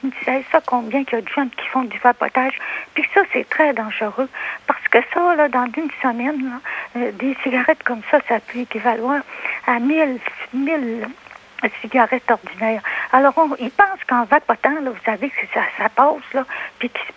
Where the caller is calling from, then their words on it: Alma, Quebec, Canada; là, je suis pas à la campagne, là, je suis à Alma